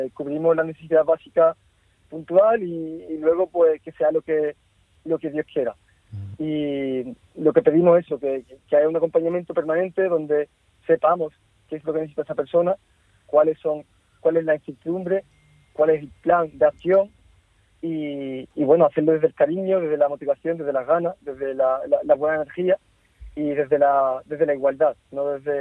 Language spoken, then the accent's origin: Spanish; Cádiz, Andalusia, Spain; Bueno, yo primero soy de Cádiz, yo me he criado en Cádiz, llevo toda la vida en Cádiz, he crecido allí, he mamado Cádiz, como bien se dice.